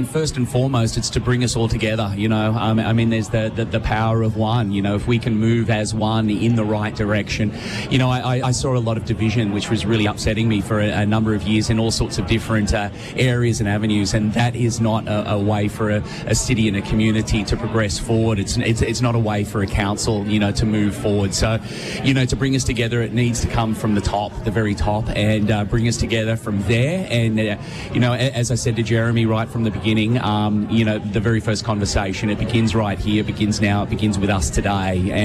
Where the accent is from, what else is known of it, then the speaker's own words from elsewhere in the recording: Woodbury, New South Wales, Australia; being, you know, a young boy growing up in Woodbury, you know, it was really tough to continue with my religion.